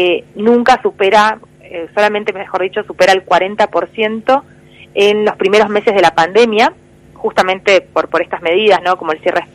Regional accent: Argentina; a nosotros como argentinos no nos sorprende

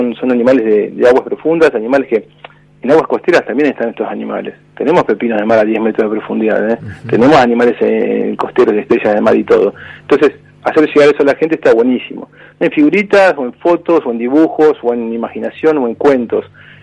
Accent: Bariloche, Río Negro, Argentina; also born or lived in Buenos Aires; now in Puerto Madryn, Argentina; yo soy mudado acá, vine hace 11 años a vivir. Ajá. Yo soy de Bariloche, estudié en Buenos Aires.

